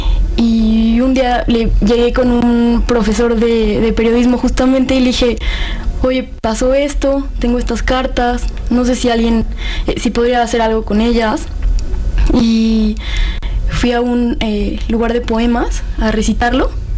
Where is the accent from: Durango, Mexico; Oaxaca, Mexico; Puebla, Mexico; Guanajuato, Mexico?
Puebla, Mexico; Mi mamá, sí, también. Vive en Puebla, somos todos de Puebla.